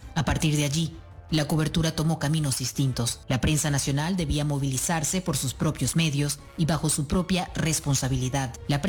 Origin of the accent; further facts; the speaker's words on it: Tanaguarena, La Guaira, Venezuela; also born or lived in Los Corales; La Guaira donde nací, La Guaira que conocí, La Guaira que me formó. Yo soy de Tanaguarena, una zona frente al mar, entre edificios, montaña y costa